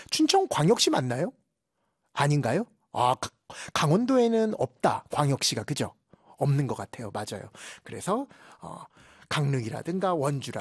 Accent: Seoul, South Korea; 저는 서울에서 태어나서 한 번도 주거지를 옮긴 적이 없어요. 군대에 갔을 때 가평에서 2년 한 2개월 동안 살았었고, 그거 말고는 없거든요.

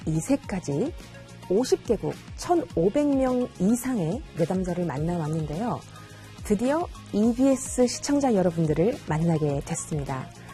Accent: London, United Kingdom; 안녕하세요. 런던에서 온 영국 공인 심리치료사

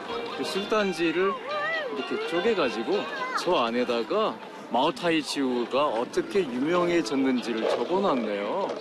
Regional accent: South Korea; 에게 기념으로 준다는 뜻이고요.

